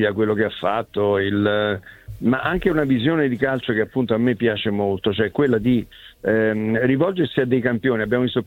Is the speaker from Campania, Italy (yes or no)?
yes; Naples, Campania, Italy; io napoletano